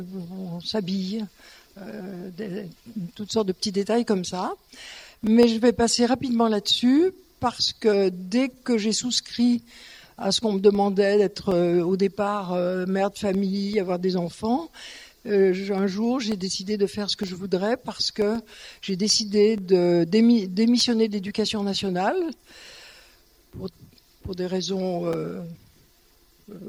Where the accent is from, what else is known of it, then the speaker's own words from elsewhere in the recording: Lyon, Auvergne-Rhône-Alpes, France; J'ai 7 ans. Je suis née à Lyon, un 8 décembre.